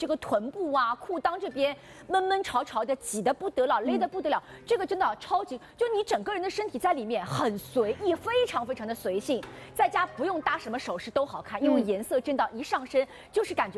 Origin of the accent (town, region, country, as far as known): Shanghai, China